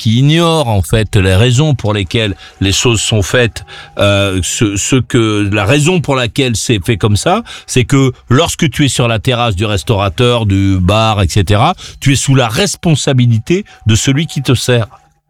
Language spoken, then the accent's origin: French; France; chez nous en France